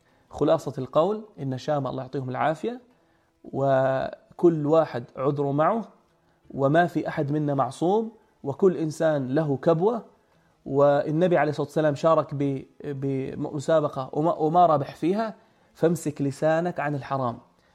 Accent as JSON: {"language": "Arabic", "country": "Jordan", "said": "هذا الأثر الطيب اللي بيشبهنا إحنا كأردنيين"}